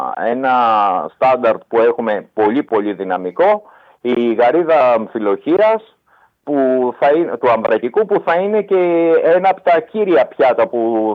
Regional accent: Greece; also born or lived in Italy / France; Εμείς σαν Έλληνες

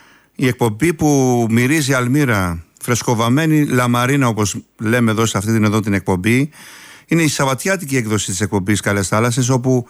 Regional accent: Greece

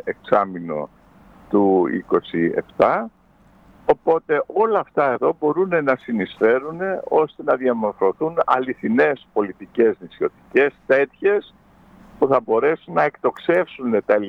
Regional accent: South Aegean, Greece

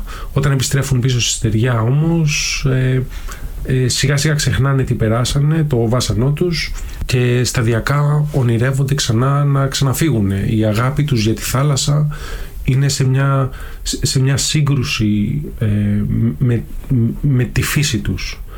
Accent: Greece; ως Έλληνες

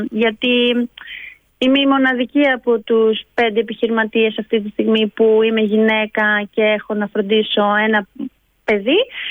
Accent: Gravia, Central Greece, Greece; Όχι, γεννήθηκα στη Γραβιά, μεγάλωσα στη Γραβιά, και μετά από 6 χρόνια που έφυγα για σπουδές και για δουλειά, ξαναγύρισα πάλι εδώ, στον τόπο μου.

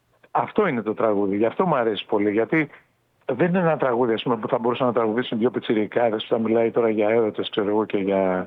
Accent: Kefalonia, Ionian Islands, Greece; Εγώ είμαι από την Κεφαλονιά

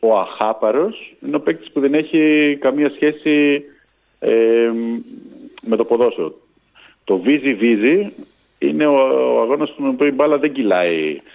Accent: Kavala, Eastern Macedonia and Thrace, Greece; η φράση που μου έχει μείνει στο παιχνίδι Καβάλα Δεσαϊκός, γιατί είμαι από την Καβάλα, θυμάμαι το σκορ

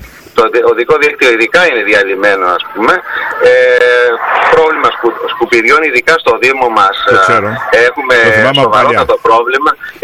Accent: Ionian Islands, Greece; σαν Επτανήσιος

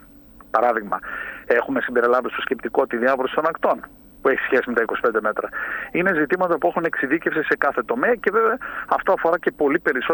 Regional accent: Central Macedonia, Greece; Θα τσίτ που λένε στο χωριό μου στη Χαλκιδική.

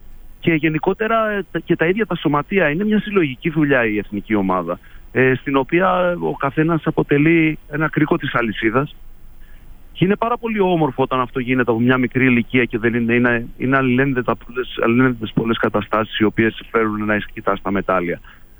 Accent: Greece

